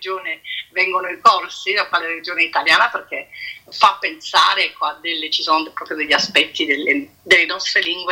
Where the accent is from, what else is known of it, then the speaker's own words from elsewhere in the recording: Naples, Campania, Italy; Io sono napoletana, io sono di Napoli